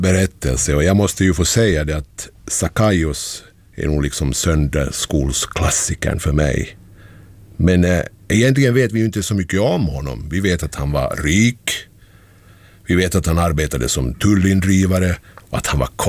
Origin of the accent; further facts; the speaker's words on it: Raseborg, Uusimaa, Finland; och min kollega Edvard Holmberg. Vi kommer båda från Raseborg och är faktiskt båda pastorer i samma församling.